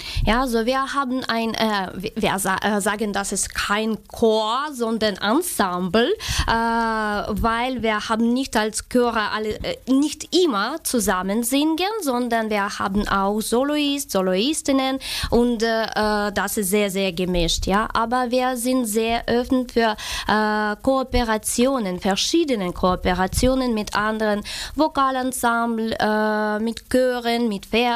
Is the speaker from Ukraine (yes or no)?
yes; Ukraine; German is a second language; moved away as an adult; now in Hildesheim, Germany; ich komme aus der Ukraine